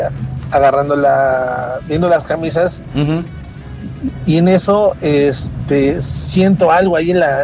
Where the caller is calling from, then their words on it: Jiutepec, Morelos, Mexico; de Jutepec.